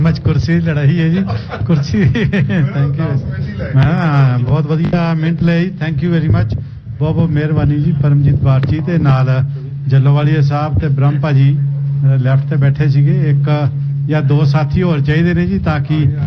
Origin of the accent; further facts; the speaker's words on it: Amritsar, Punjab, India; ਆਪਾਂ ਅੰਮ੍ਰਿਤਸਰ ਦੇ ਜਿਹਨੂੰ ਕਹਿੰਦੇ ਨੇ ਜੰਮੇ ਪਲੇ ਸਾਰਾ ਇਹੀ ਕੰਮ ਜਗਾਰੇ ਲਾਉਂਦੇ ਜੰਮੇ